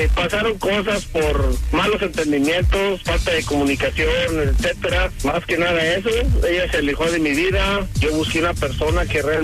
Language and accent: Spanish; Aguascalientes, Mexico; de donde yo vengo y Aguascalientes